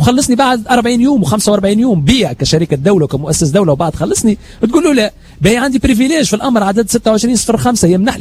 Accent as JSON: {"language": "Arabic", "country": "Tunisia", "said": "أكبر أبرات موجودة في إفريقيا عندنا في تونس."}